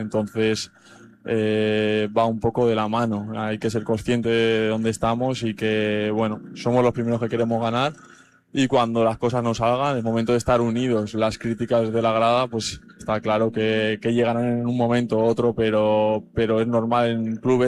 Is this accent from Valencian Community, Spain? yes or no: no; Navarre, Spain; now in Mérida, Spain; estoy lejos de mi casa, como has dicho, soy navarro